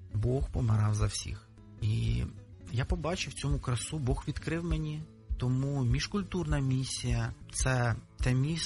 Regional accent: Bila Tserkva, Kyiv Oblast, Ukraine; Я з Білої церкви.

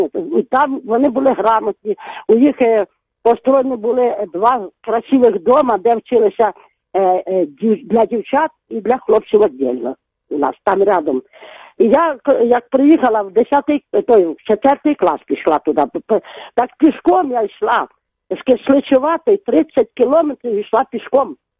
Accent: Zaporizhzhia, Zaporizhzhia Oblast, Ukraine; born there; я виросла тут у Запоріжжі із 10-ти років.

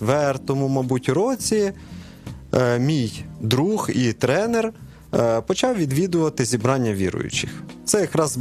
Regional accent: Kyiv Oblast, Ukraine; Народився я на Київщині. В нас було велике підприємство в селі, і тому розвинута інфраструктура, музична школа, спортивна школа, багато різних гуртків

